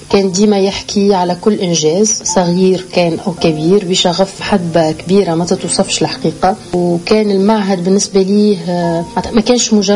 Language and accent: Arabic; Medenine, Tunisia; بين دارنا في مدنين